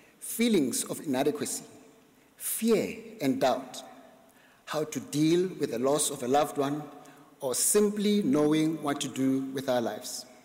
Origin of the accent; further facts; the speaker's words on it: South Africa; In my home country of South Africa